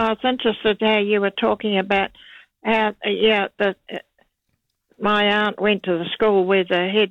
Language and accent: English; Manawatū-Whanganui, New Zealand; born there; I come from the Parapara out of Whanganui.